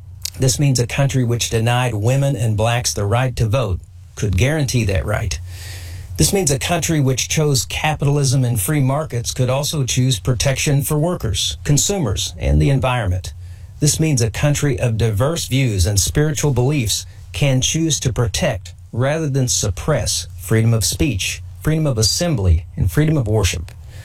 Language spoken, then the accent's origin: English; United States; Both as an American and as a Native American